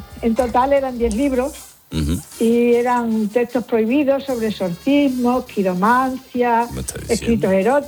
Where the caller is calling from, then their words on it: Extremadura, Spain; soy extremeña